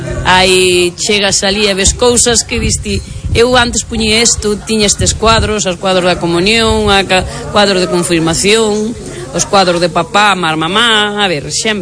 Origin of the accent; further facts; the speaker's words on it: Ribeira, Galicia, Spain; San Pedro do Sarandón, Ribeira exactamente. Son de Ribeira, San Pedro e Sarandón.